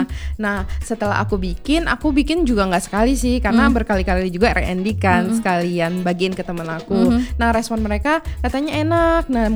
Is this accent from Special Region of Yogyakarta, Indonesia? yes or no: no; Medan, North Sumatra, Indonesia; Bukan, karena aku dari Medan sih, Kak.